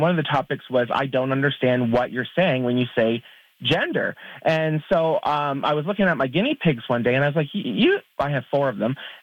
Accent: Kingsville, Ontario, Canada; I didn't have that growing up in Essex County, in Kingsville, in the what the kids now are calling the late 1900s, the 80s and the 90s

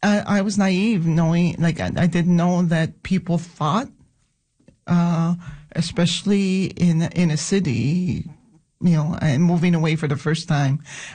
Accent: Shagit, Quebec, Canada; first language Innu; English is a second language; course, my background, I come from a small community in Shagit. Grew up in Shagit, and I speak Innu. My first language is Innu.

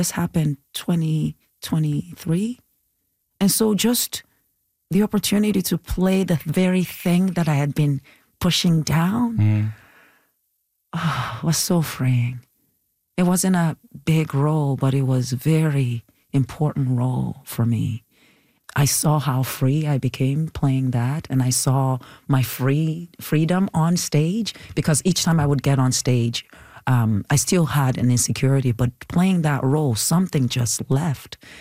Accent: Nigeria

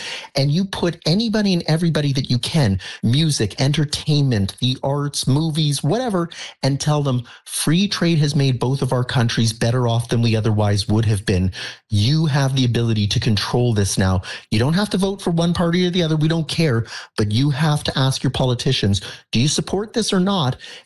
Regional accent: Canada; I'm a Canadian, and I think that this is wrong. I'm objecting to, not just as a Canadian, but as an economist.

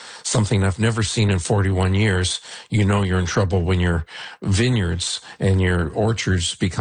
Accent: Niagara-on-the-Lake, Ontario, Canada; I've lived on this road for 41 years, and I grew up in Niagara on the Lake for 69 years. So it's, my entire life.

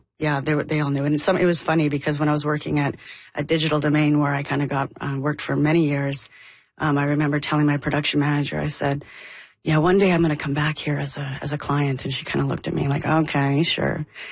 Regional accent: Calgary, Alberta, Canada; also born or lived in Jasper; And I grew up half in Jasper and then on a farm or a ranch outside of Calgary for most of my life.

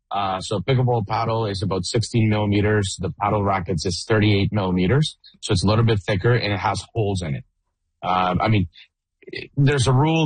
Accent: Mexico; moved away as an adult; now in Canada; So I was born and raised in Mexico. I was born in a tennis court in Mexico.

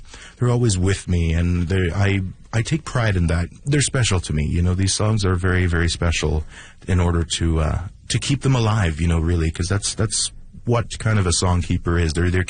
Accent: Sucker Creek, Alberta, Canada

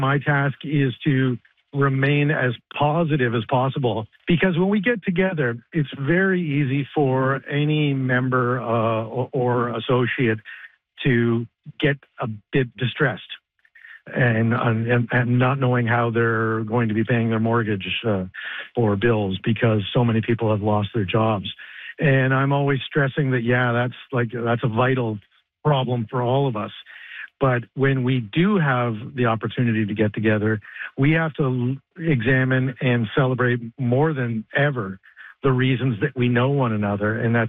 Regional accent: Toronto, Ontario, Canada; I'm from Toronto

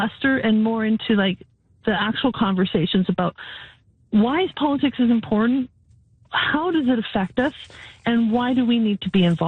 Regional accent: Alberta, Canada; I grew up as a very proud Canadian. As a young woman in my early 20s, I spent a year and a half in northern Belgium and the Netherlands, mostly northern Belgium

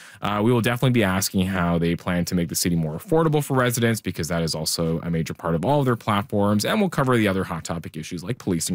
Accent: Ontario, Canada; it's kind of a homecoming for me, Chris, because I grew up in Peel. I lived in Brampton. I lived in Mississauga.

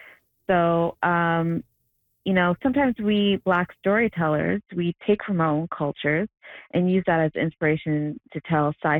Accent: Nigeria; I'm Nigerian, and I just didn't learn a whole lot about it, especially in the K-12 system.

